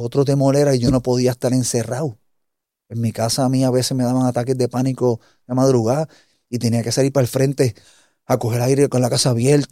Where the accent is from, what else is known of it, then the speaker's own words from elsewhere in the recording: Puerto Rico; nosotros como puertorriqueños